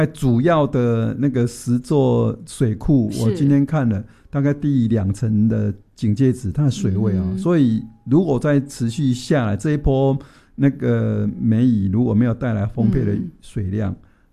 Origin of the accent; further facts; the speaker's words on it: central Taiwan, Taiwan; 然后因为我是中部的小孩，那其实我小时候的生活就大概就是影像你看到很多的那个现象